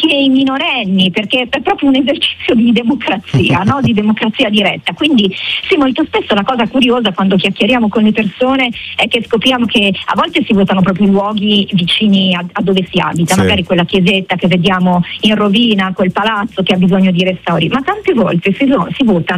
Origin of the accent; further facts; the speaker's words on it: Lombardy, Italy; Io sono lombarda